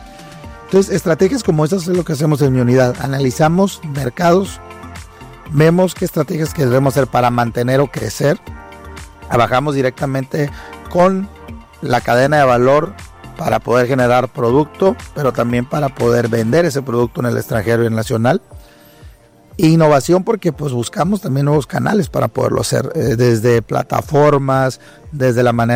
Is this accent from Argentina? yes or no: no; Mexico